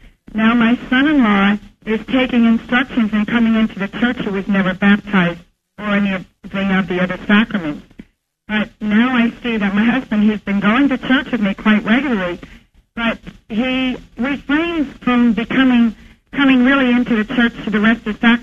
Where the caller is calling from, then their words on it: Stuartsville, New Jersey, United States; And I'm from Stuartsville, New Jersey.